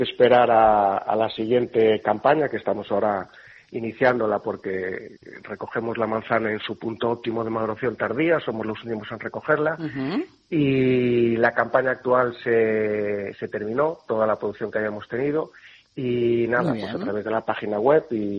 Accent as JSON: {"language": "Spanish", "town": "A Estrada", "region": "Galicia", "country": "Spain"}